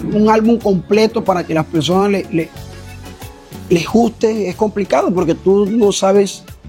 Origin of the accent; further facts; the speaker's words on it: Fundación, Magdalena, Colombia; Fundación porque es mi pueblo